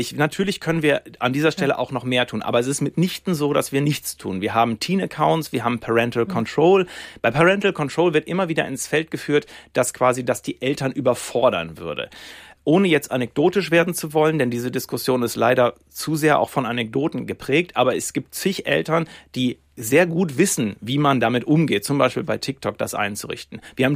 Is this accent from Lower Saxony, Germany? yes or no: yes; Lower Saxony, Germany; Ich bin aufgewachsen in Ostfriesland. Das ist sehr rural, sehr ländlich